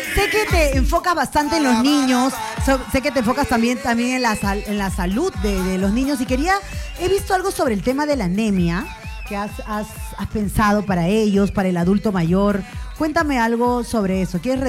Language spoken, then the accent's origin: Spanish; Lima, Peru; yo soy del distrito de Jesús María y a veces me movilizo Comas, Los Olivos